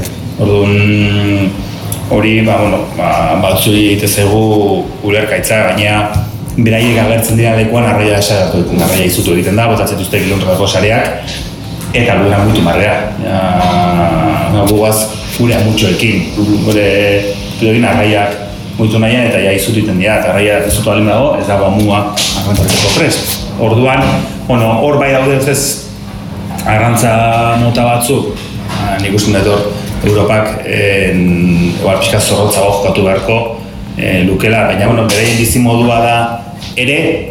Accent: San Sebastián, Basque Country, Spain; nik egia Donostiko naiz, aldezarrekoa, hemen go ikastolan ikasia

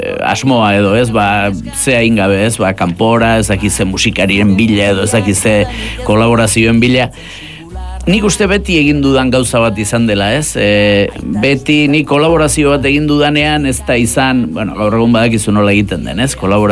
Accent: Errenteria, Basque Country, Spain; born there

